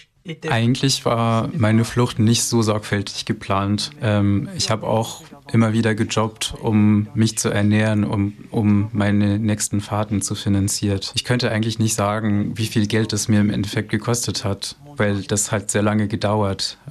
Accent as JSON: {"language": "German", "country": "Nigeria", "second_language": "German", "moved": "yes", "said": "Ursprünglich wollte ich eigentlich nicht so weit von meinem Herkunftsland. Allerdings aufgrund der chaotischen Situation in Nigeria habe ich mich dazu entschieden"}